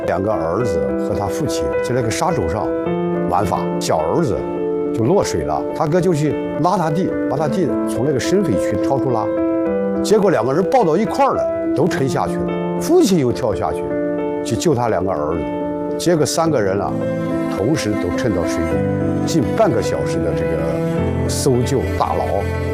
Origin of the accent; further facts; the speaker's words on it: Ankang, Shaanxi, China; 咱是土生土长的安康人，喝着汉江水长大的。